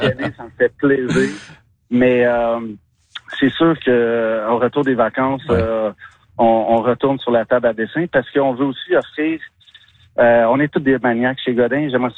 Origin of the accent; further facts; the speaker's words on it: Montreal, Quebec, Canada; Je viens de Montréal moi-même, j'habite Montréal.